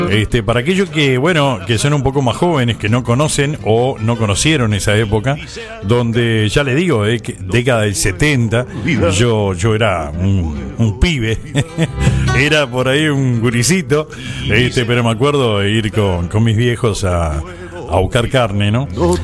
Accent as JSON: {"language": "Spanish", "region": "Montevideo", "country": "Uruguay", "tie": "born or raised there", "said": "Los montevideanos, aquellos que nacimos acá en Montevideo y vivimos acá en Montevideo"}